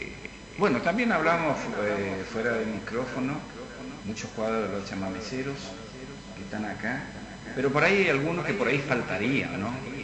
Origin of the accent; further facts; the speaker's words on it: Mercedes, Corrientes, Argentina; born there; los que nacimos en Mercedes sabemos que no existe